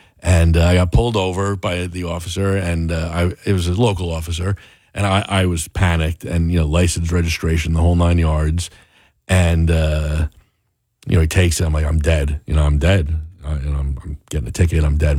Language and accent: English; Parsippany, New Jersey, United States; I grew up in Parsippany